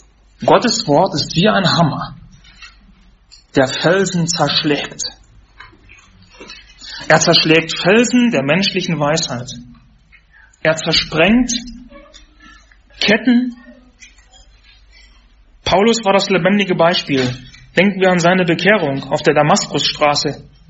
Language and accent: German; Germany; Ich bin in der DDR aufgewachsen und 1989 war ich 11 Jahre alt, wo die Wende war, wo die Mauer fiel.